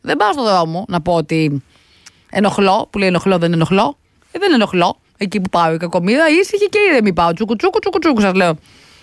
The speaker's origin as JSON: {"language": "Greek", "region": "Peloponnese", "country": "Greece", "said": "κάτω στην Πελοπόννησο, στο χωριό μου"}